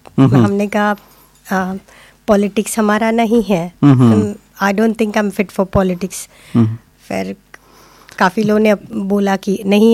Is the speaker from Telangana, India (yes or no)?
yes; Hyderabad, Telangana, India; moved away as an adult; now in Australia; मैं हैदराबाद से हूँ, जो तेलंगाना का कैपिटल है.